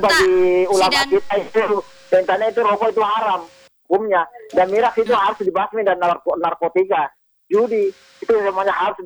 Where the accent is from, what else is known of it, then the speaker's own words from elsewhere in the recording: South Sulawesi, Indonesia; Itulah tradisi kita itu sebagai orang Bugis ya